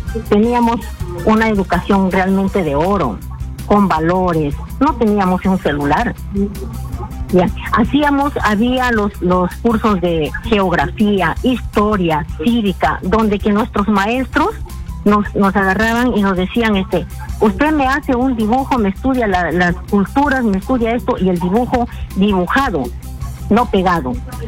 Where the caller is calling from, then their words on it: Tarapoto, San Martín, Peru; Con … de Tarapoto.